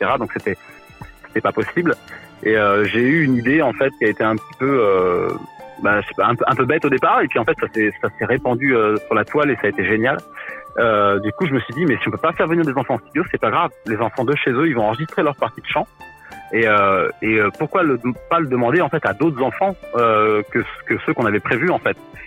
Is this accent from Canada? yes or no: no; Sevran, Île-de-France, France; j'ai voulu parler de mon enfance à Paris, en fait. Mon enfance à Sevran, dans le 93.